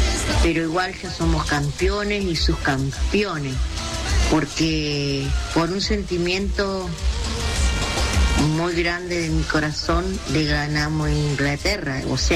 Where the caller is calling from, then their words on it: Entre Ríos, Argentina; Soy de Nuevo Ya, Entre Ríos